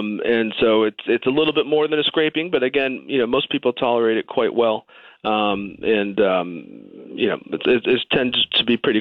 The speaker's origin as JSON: {"language": "English", "town": "Boston", "region": "Massachusetts", "country": "United States", "said": "I grew up in the Northeast. I'm from the Boston area, so not too far away."}